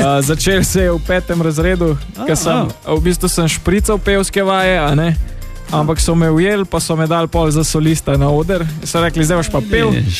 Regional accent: Višnja Gora, Central Slovenia, Slovenia; Sem čisto krven, zelo dolniko. Jaz sem drugač iz Višnje Gore.

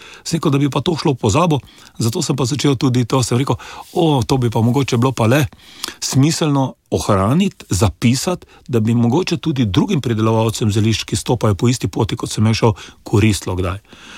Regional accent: Celje, Savinja, Slovenia; Jaz sem blokovski otrok, jaz sem doma iz Celja, jaz sem bloko doma in dejansko

